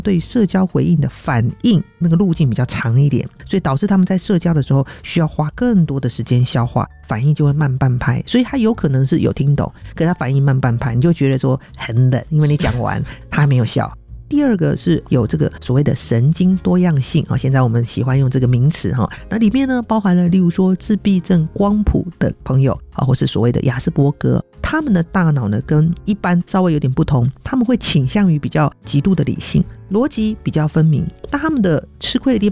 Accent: Taiwan; 谐音梗，我们台湾人就是这厉害

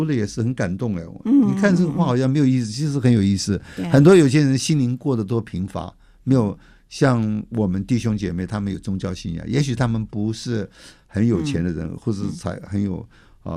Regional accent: China

